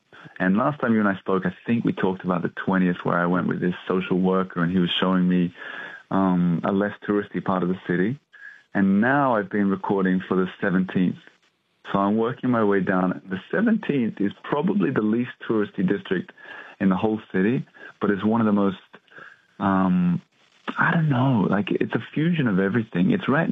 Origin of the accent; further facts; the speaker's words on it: Australia; now in France; Oh, I think the biggest animal so I'm Australian. I love seeing animals in the wild over in Australia.